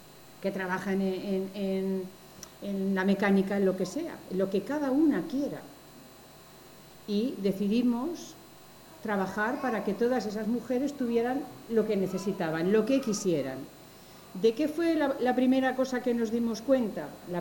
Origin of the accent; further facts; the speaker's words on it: Pozuelo de Calatrava, Castilla-La Mancha, Spain; Yo soy de Pozuelo de Calatrava